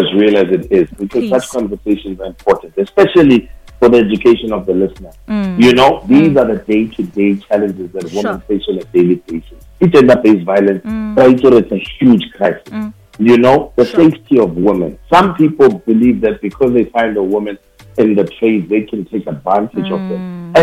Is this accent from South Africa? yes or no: yes; South Africa